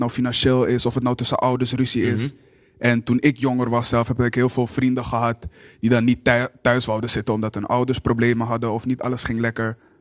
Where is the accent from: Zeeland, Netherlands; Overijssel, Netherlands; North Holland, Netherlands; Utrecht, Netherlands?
North Holland, Netherlands; Amsterdam; born there; Ik kom uit Amsterdam Zuidoost.